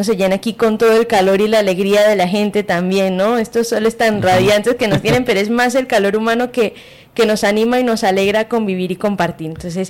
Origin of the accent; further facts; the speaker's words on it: Venezuela; moved away as an adult; now in Cúcuta, Colombia; soy venezolana y pues con la alegría de compartir también acá en esta hermosa ciudad de Cúcuta. Ya hace como unos 4 añitos más o menos estoy acá.